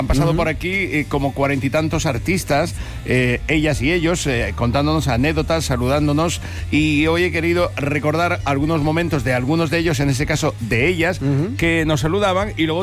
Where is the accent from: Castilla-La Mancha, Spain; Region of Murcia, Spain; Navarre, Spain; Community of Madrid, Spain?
Region of Murcia, Spain; Cartagena; Mi tierra, ¿no?